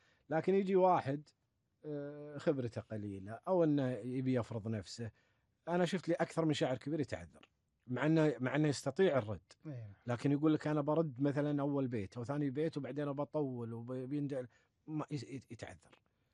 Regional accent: Kuwait; نحن نتكلم عندنا في الكويت

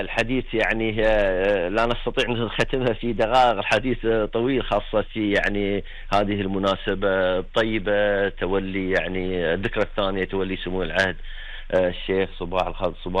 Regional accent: Kuwait; اليوم عندنا بالكويت،

